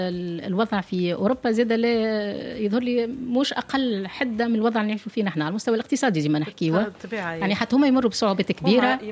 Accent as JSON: {"language": "Arabic", "country": "Tunisia", "said": "يقول لك اني كمواطن تونسي هذا ينجم ياثر في جيبي مثلا كتونسي،"}